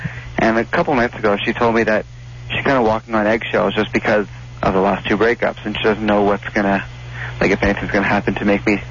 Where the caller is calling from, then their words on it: Canada; we're both Canadian.